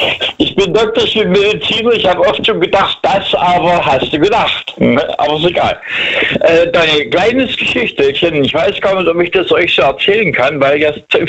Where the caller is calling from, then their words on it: Langenhals, Hesse, Germany; Ich bin jetzt hier in Hessen. In Langenhals, das ist eine kleine Stadt bei Frankfurt.